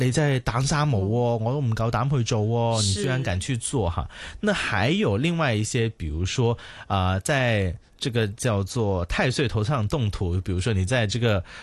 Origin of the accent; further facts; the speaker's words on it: Guangdong, China; 中医哈，或者是我们广东人呢，就发挥想象力哈。